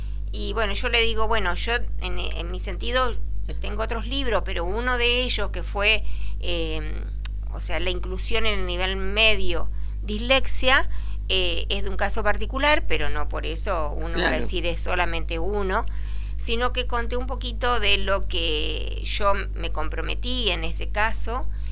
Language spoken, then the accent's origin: Spanish; Reconquista, Santa Fe, Argentina; En nuestra historia de Reconquista, en nuestra historia de los barrios, siempre dije que voy a escribir de mi barrio, porque realmente es algo apasionante, de donde yo nací, crié